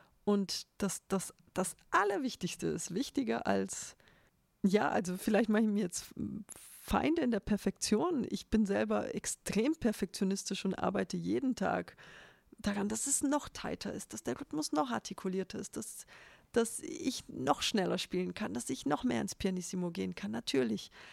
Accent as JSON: {"language": "German", "town": "Hof", "region": "Bavaria", "country": "Germany", "tie": "born or raised there", "said": "Ich kehre auch zurück zu meiner Heimat nach Hof"}